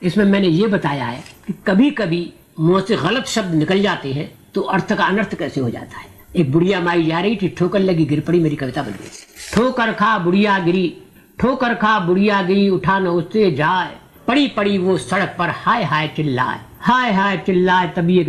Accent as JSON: {"language": "Hindi", "town": "Hathras", "region": "Uttar Pradesh", "country": "India", "said": "क्योंकि मैं हाथरस का रहने वाला हूँ।"}